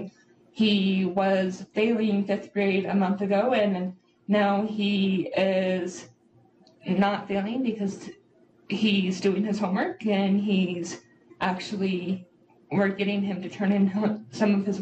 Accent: Utah, United States; I grew up in Northern Utah, and I love outdoor activities

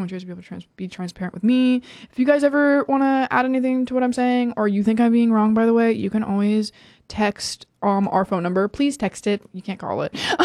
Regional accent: Marysville, Washington, United States; I am from Marysville, Washington, which is about 45 minutes north of Seattle.

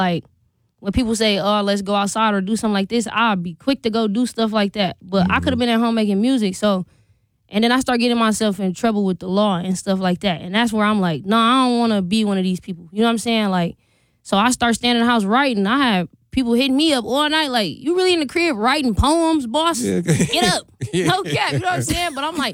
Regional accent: Milwaukee, Wisconsin, United States; So I just threw the 414 on there because I'm from Milwaukee.

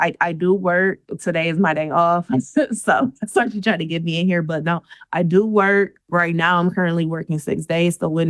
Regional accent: Michigan, United States; also born or lived in Indiana; We were living in Indiana for like 3 years. We're from Michigan

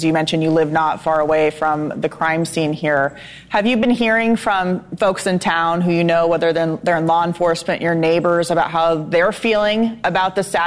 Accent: Arizona, United States; I'm also from Arizona.

